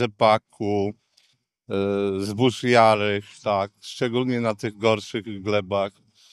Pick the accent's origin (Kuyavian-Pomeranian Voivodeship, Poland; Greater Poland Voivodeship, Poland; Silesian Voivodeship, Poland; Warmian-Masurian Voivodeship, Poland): Kuyavian-Pomeranian Voivodeship, Poland; Guźlin; also born or lived in Brześć Kujawski; bo ja mieszczuchem byłem tylko 3 dni, bo urodziłem się w Brzeszczu Kujawskim i 3 dnia dałem mamie znać, że wracamy na wieś, czyli do Guźlina.